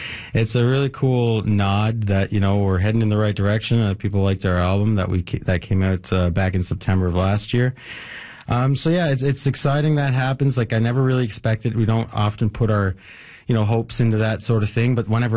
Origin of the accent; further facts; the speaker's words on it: Hopedale, Newfoundland and Labrador, Canada; I come from Hopedale.